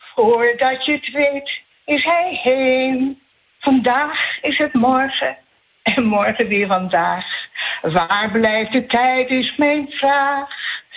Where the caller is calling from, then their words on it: North Holland, Netherlands; ik kom zelf ook uit de Zaanstreek.